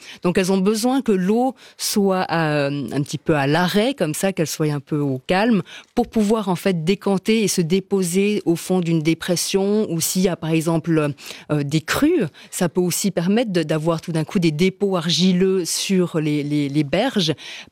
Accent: Valais, Switzerland; Je suis une Valaisanne pure souche. Mais j'étais obligée quand même de le dire.

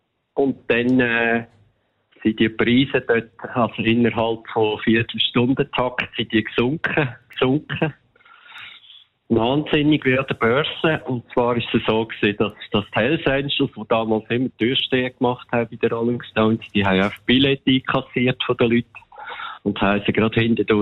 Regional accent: Zeinigen, Aargau, Switzerland; hat da unser Gärtner von Zeinigen, wo ich aufgewachsen bin, hat einmal den Rasen gewechselt

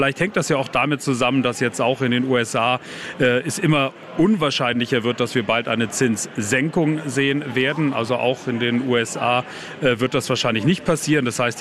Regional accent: Germany; Also ich komme aus Deutschland.

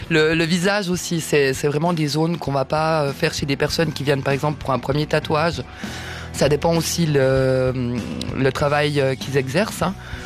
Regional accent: Fribourg, Switzerland; moved away as an adult; now in Vaud, Switzerland; je viens de la Gruyère.

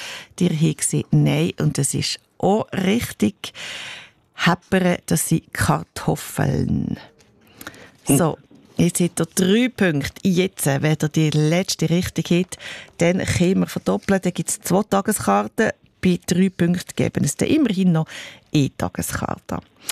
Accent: Sense District, Fribourg, Switzerland; accent: Seislerdeutsch; Ich rede Seislerdeutsch. So wie man einem Teil von Deutsch-Fribourg redet, rund 30 bis 40.000 Leute reden so wie ich Seislerdeutsch.

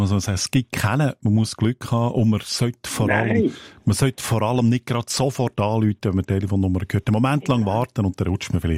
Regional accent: Aargau, Switzerland; accent: Aargau dialect; habe ich heute aus meinem eigenen Dialekt entlehnt

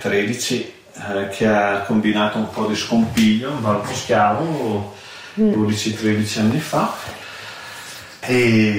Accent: Cles, Trentino-Alto Adige, Italy; Io vengo da Kles, dove sono stati rilasciati gli orsi.

